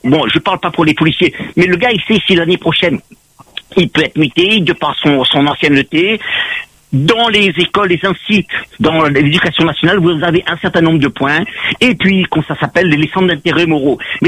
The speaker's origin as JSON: {"language": "French", "country": "Réunion", "said": "je suis réunionnais"}